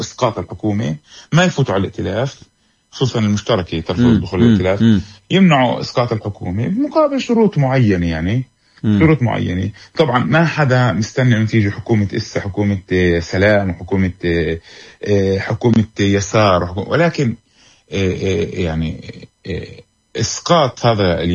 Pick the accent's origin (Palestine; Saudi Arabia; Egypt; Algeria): Palestine; علينا كلنا كفلسطينيين